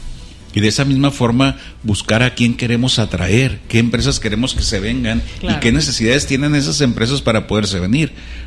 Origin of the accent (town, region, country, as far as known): Culiacán, Sinaloa, Mexico